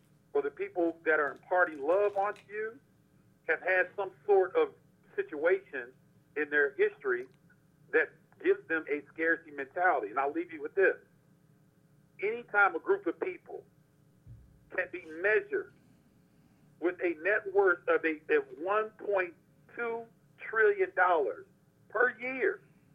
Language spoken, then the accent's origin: English; United States; moved away as an adult; now in Mexico; because we come from America with American dollars.